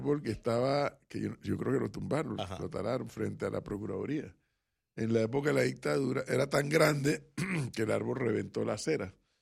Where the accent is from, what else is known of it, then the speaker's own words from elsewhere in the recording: Panama City, Panamá, Panama; born there; toda mi adolescencia, yo la hice en la Vía Argentina.